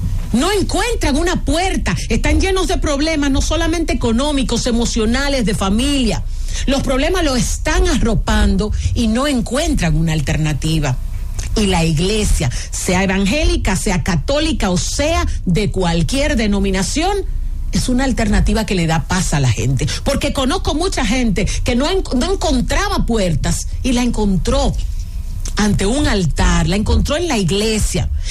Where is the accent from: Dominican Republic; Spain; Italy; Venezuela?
Dominican Republic; Yo soy católica, y me preocupa, ¿por qué? Porque en la República Dominicana la mayoría somos cristianos, de la Iglesia Evangélica o de la Iglesia Católica.